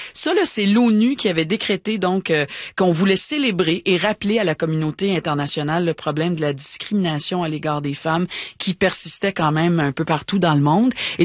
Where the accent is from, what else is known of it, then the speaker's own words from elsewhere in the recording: Montreal, Quebec, Canada; puis tellement qu'elle avait une boutique de vêtements à Villemar, dans le sud-ouest de Montréal, là où j'ai grandi.